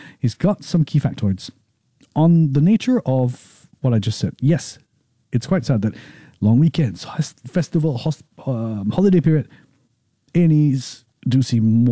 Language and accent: English; Singapore; Gentlemen, if you, like me, born and raised in Singapore, multi-generations, you all went through army